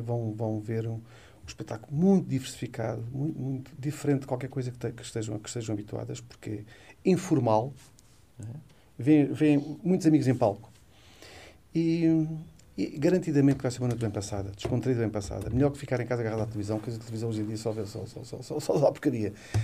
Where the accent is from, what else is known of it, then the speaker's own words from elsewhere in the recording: Alentejo, Portugal; eu sou de Eva, sou lentejano. As regras da minha terra é uma na, um ponto na mão, dois na cara.